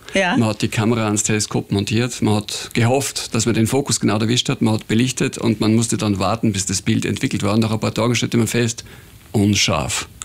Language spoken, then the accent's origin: German; Upper Austria, Austria; born there; Ich habe das Privileg gehabt, dass ich in der Kindheit viel am Land war, im Innviertel